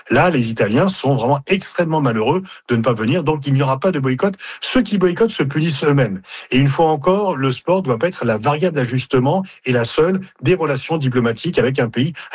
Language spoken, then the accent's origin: French; France; en tant que Français supporter des Bleus